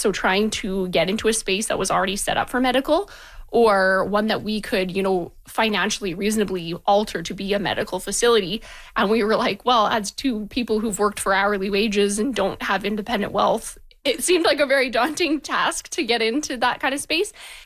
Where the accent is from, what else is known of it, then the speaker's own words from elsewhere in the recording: Fort St. John, British Columbia, Canada; also born or lived in Grand Prairie; So I was born actually in Grand Prairie and then raised up in Fort St. John, BC, which is just about a 2.5 hours west of here over the BC border.